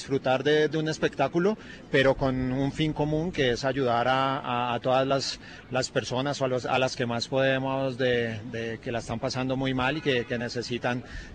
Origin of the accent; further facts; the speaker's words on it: Colombia; nos entraña a nosotros como colombianos